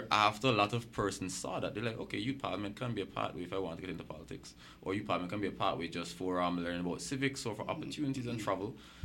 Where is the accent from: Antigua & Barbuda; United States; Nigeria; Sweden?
Antigua & Barbuda; Barbuda; I'm from Barbuda.